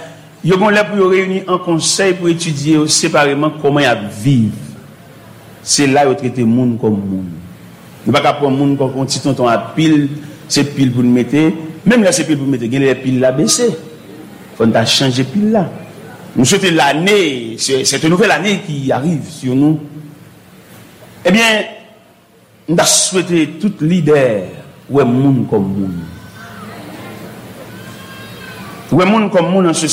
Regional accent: Haiti; nous même haïtien chrétien

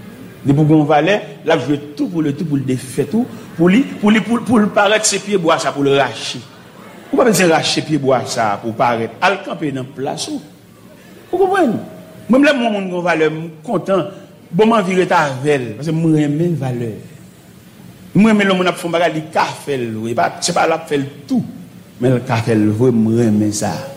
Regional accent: Haiti; Parce que nous-mêmes, haïtiens chrétiens, avec des petits groupes haïtiens que l'église là

